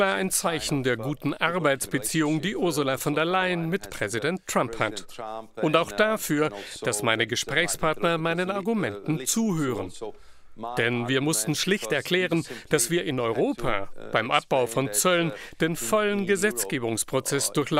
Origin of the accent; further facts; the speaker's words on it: Slovakia; Ich komme aus der Slowakei